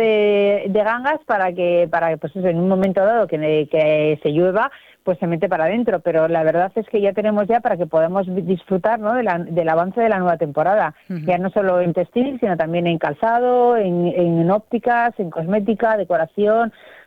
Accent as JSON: {"language": "Spanish", "town": "Bilbao", "region": "Basque Country", "country": "Spain", "said": "somos de Bilbao"}